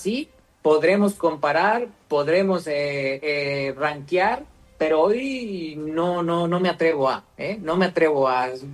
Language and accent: Spanish; Mexico; Para nosotros como mexicanos, sí no nos podemos permitir perder contra Estados Unidos.